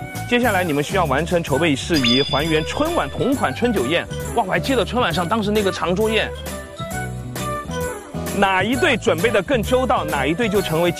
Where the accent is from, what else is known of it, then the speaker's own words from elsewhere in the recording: Sichuan, China; 我作为四川人